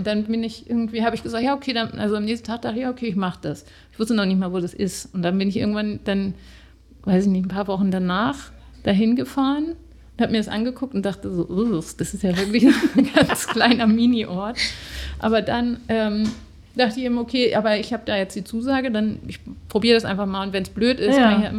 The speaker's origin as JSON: {"language": "German", "country": "Germany", "also_born_or_lived": "Netherlands", "accent": "German", "moved": "as an adult", "said": "ich habe auch irgendwie das mir nicht große Mühe gegeben, irgendwie meinen deutschen Akzent zu verstecken."}